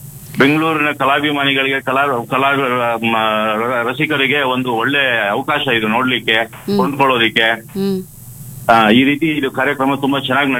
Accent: Tarikere, Karnataka, India; moved away as an adult; now in Bengaluru, India; ನಾನು ಮೂಲತಃ ಚಿಕ್ಕಮಗಳೂರು ಜಿಲ್ಲೆ ತರೀಕೆರೆ ಅವನು.

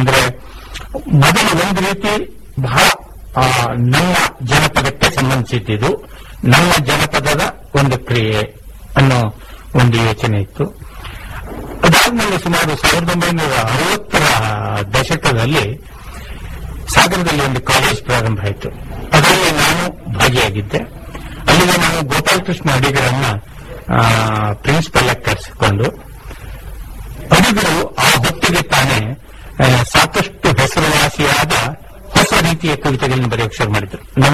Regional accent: Heggodu, Karnataka, India

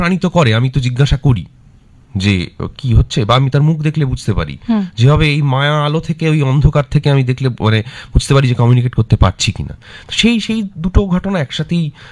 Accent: Baidyabati, West Bengal, India; আমার বাড়ি আসলে বৈদ্যবাটি

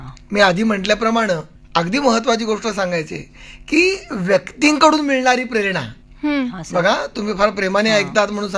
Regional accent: Aurangabad, Maharashtra, India; आमच्या शेजारी औरंगाबादला माझं बरंचसं बालपण गेलं औरंगाबादला

